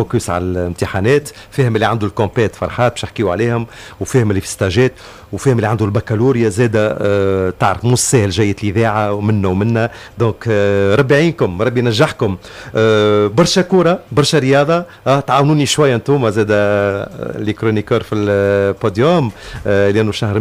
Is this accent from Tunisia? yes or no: yes; Tunisia; راني معناتها موظف في الاذاعه التونسيه وافتخر وراني تونسي وافتخر